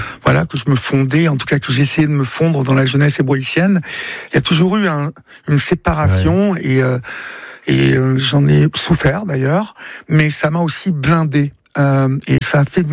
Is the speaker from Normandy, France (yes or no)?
yes; Évreux, Normandy, France; moved away as an adult; c'est que j'ai grandi à Évreux, et Évreux est une ville extrêmement compliqué.